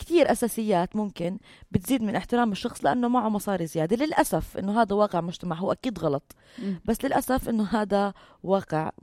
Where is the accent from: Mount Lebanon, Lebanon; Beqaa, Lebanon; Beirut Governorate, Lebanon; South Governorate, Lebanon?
Beirut Governorate, Lebanon; Beirut; أنا من بيروت حضرتك